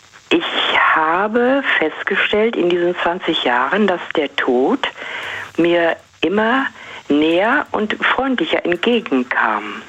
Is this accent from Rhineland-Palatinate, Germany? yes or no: no; North Rhine-Westphalia, Germany; Ich bin also praktisch wieder zurückgegangen, so einen Schritt in meine Heimat und habe mich da sau wohl gefühlt